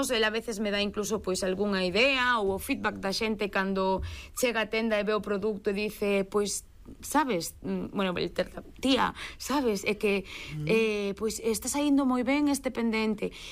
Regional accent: Pazos de Borbén, Galicia, Spain; Eu son de Pazos de Borbén.

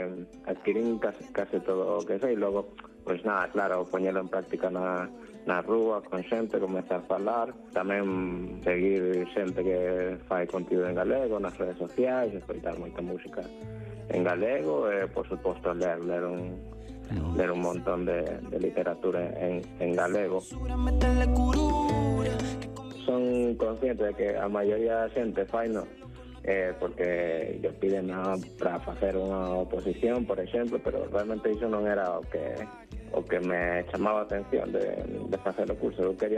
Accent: Caracas, Capital District, Venezuela; Galician is a second language; Sempre me presentei como galego de Caracas, como unha persoa que fai poesía en galego e que fala en galego.

